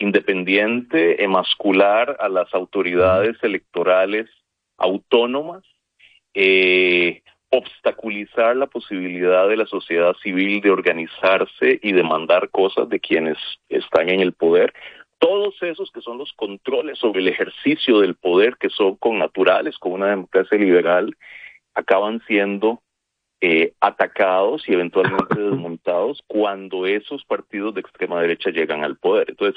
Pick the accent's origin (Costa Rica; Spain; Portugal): Costa Rica; a mí me duele mucho como costarricense